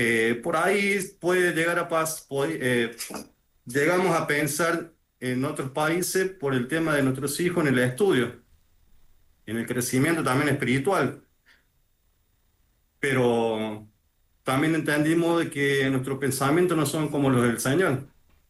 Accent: San Luis, Argentina; born there; Yo soy nacido en San Luis Capital, que es pegado a Córdoba.

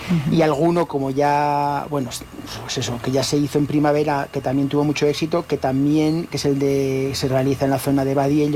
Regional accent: Nueno, Aragon, Spain; yo soy de Nueno.

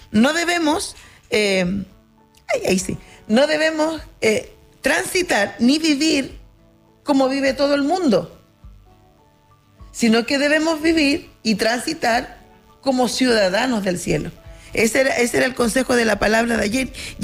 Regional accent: Chile; Yo soy ciudadana chilena

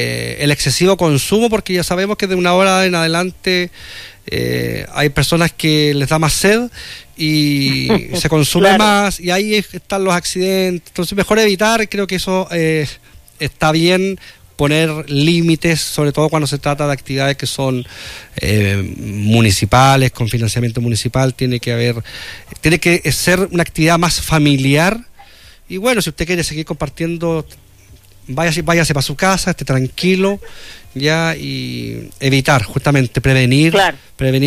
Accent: Chile

